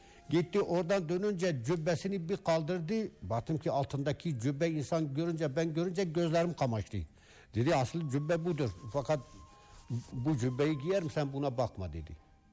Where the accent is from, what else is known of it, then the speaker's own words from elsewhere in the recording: Patnos, Ağrı Province, Turkey; born there; also born or lived in Diyadin, Ağrı / Aralık, Iğdır / Sarıkamış, Kars; Ağrı Patnos doğumluyum. 0404-1947 doğumluyum. Yaşımın 12. senesinden Patnos'tan ayrıldım. Diyadin'e geçtim.